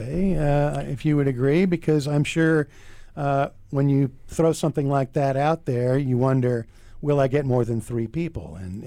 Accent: Boston, Massachusetts, United States; I grew up in Boston

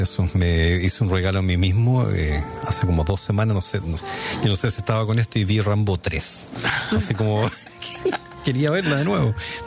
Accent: Chile; moved away; que soy chileno

